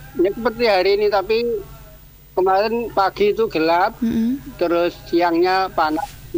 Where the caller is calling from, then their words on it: Indonesia; Kalau di tempat saya, di kampung saya, di Centong itu ada 26 kambing